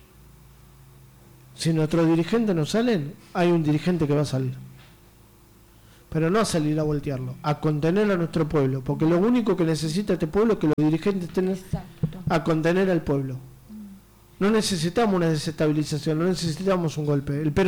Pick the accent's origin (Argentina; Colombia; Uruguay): Argentina; Todos somos argentinos